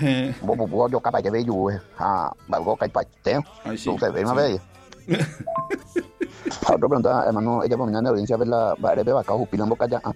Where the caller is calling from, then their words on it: Caacupé, Cordillera, Paraguay; de Cacupeja.